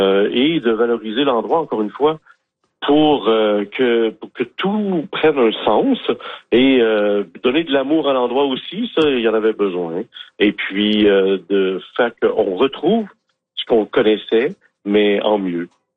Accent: Portneuf County, Quebec, Canada; moi, je viens du comté de Portneuf, hein.

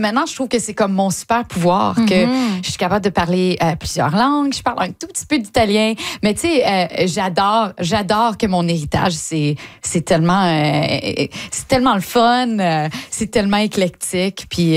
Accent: Ottawa, Ontario, Canada; accent: Franco-Ontarian; also born or lived in Longueuil, Quebec / Brossard, Quebec; now in Toronto, Canada; Mes parents sont nés à Montréal. Moi, je suis née aussi au Québec, à Longueuil. J'ai habité à Brossard pendant un moment. Après, j'ai grandi à Ottawa.

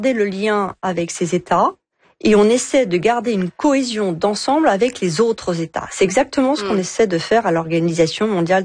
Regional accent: France; Je suis française, c'est aussi dans l'intérêt

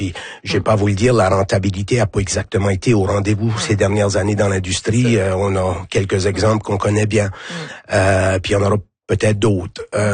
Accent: Cap-Pelé, New Brunswick, Canada; je suis originaire de Capelé

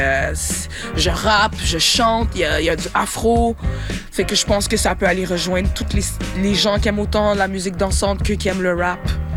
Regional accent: Quebec, Canada; Je suis québécoise, donc je pense que toutes ces références-là que je viens de nommer, ben ça se ressent dans notre... j'allais pas dire comportement, mais notre mode de vie. C'est ce qui nous a élevés.

